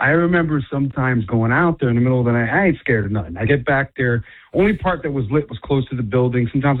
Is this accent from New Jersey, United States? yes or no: yes; Newark, New Jersey, United States; born there; I'm a city guy. I was born in Newark.